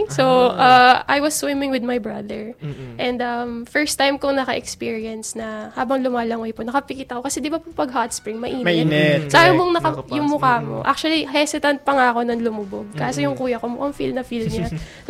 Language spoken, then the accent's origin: Tagalog; Manila, Metro Manila, Philippines; And at the time po, I'm not from Laguna. I'm really from Manila. So lumaki po kaming Maynila.